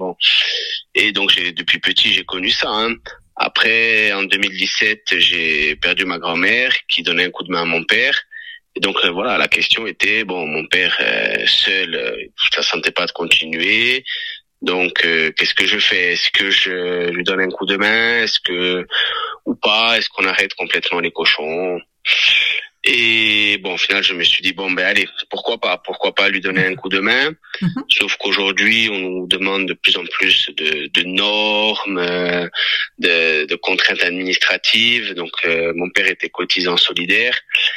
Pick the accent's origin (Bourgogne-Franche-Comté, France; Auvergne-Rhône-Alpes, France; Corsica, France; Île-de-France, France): Corsica, France; Serra-di-Scopamène; j'ai 33 ans. Je suis originaire de Serra di Scopamène dans l'Altaroc.